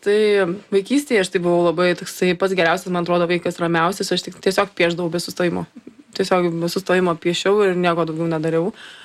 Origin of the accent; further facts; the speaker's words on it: Alytus, Alytus County, Lithuania; Ir aš kadangi augau Alytuje, tai Alytuje buvo dvi opcijos.